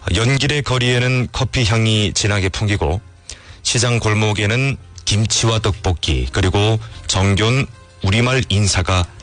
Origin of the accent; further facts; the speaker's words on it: Yanbian, Jilin, China; moved away; 저에게 고향은 연변입니다. 두만강의 물결이 요요히 흐르고 장백산의 능선이 사계절 다른 옷을 갈아입는 그 땅.